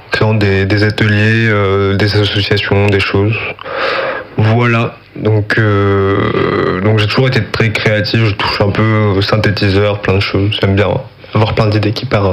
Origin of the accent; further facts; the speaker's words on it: Lorient, Brittany, France; also born or lived in Brest; Je suis de Lorient